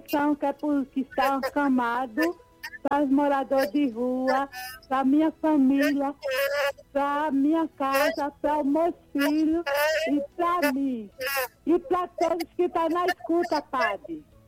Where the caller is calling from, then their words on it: Maceió, Alagoas, Brazil; Sou de Maceió, Alagoas.